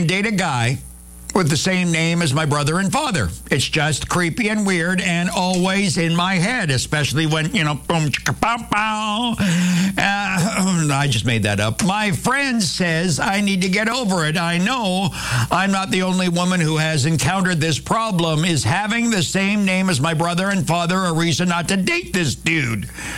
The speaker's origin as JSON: {"language": "English", "region": "Saskatchewan", "country": "Canada", "said": "I'm from Saskatchewan. There's no problem with that."}